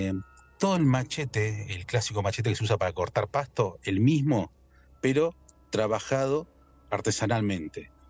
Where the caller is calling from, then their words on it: Buenos Aires, Argentina; De Capital Federal, Belgrano.